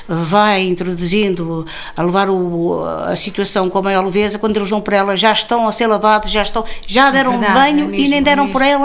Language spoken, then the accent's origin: Portuguese; Algarve, Portugal; now in Setúbal, Portugal; Entretanto, venho do Algarve, e onde hoje estou na minha casa em Setúbal, e vou trabalhar para o Hospital Setúbal